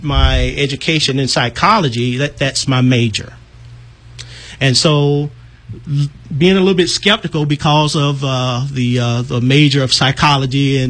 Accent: Atlanta, Georgia, United States; Because I grew up in Atlanta.

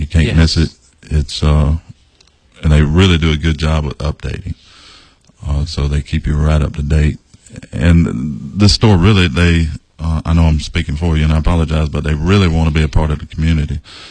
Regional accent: Aiken, South Carolina, United States; it's a great small town. I grew up here in Aiken. I left it to go in the military and I came back. But it still has a small town flavor to it

